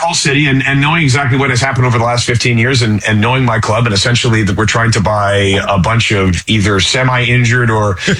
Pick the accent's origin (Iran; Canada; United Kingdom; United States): Canada; as a Canadian